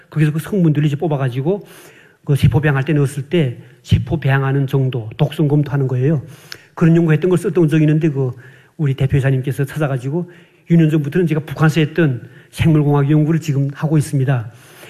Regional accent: North Korea; moved away as an adult; now in Seoul, South Korea; 나의 북한에서 대학을 공부시키고

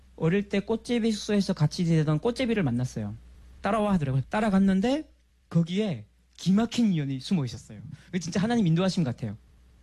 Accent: North Korea; 결말을 못 보고 저는 다시 탈북을 했습니다.

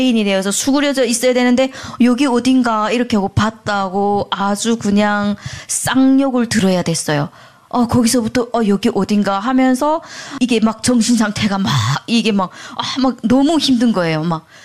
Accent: North Korea; 저는 북한에서 왔잖아요. 북한 사람들도 참 좋은 사람들이 되게 많아요.

